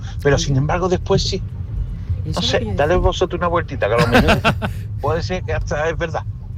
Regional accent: Seville, Andalusia, Spain

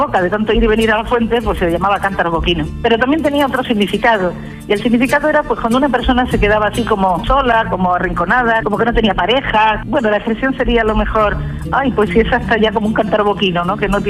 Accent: Almáchar, Andalusia, Spain; born or raised there; moved away

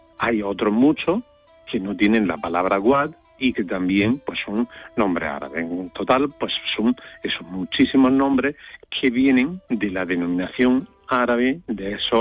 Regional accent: Jaén, Andalusia, Spain; por lo menos en mi pueblo de pequeño, en Jaén, había se hablaba y se conocía el término de azacán

